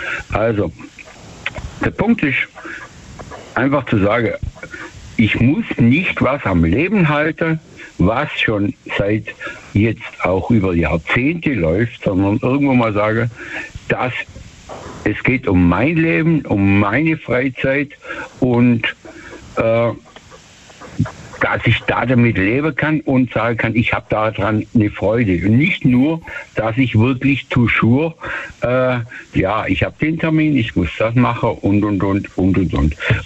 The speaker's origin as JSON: {"language": "German", "country": "Germany"}